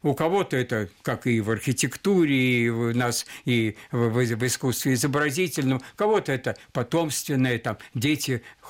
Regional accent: Moscow, Russia; born there; Я родился в Москве.

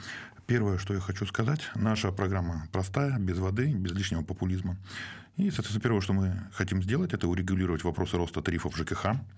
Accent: Vorkuta, Komi Republic, Russia; Я сам из Воркуты

